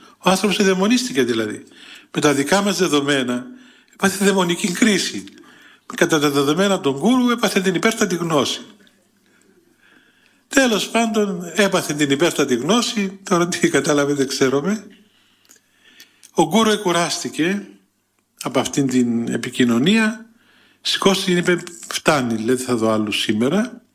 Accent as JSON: {"language": "Greek", "town": "Thessaloniki", "region": "Central Macedonia", "country": "Greece", "said": "Από πού είσαι? Είμαι από την Ελλάδα, από τη Θεσσαλονίκη."}